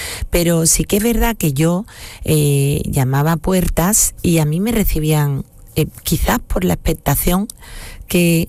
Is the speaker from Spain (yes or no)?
yes; Andalusia, Spain; born there